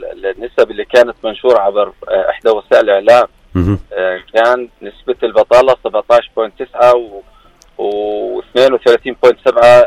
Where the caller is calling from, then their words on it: Jordan; كأردنيين.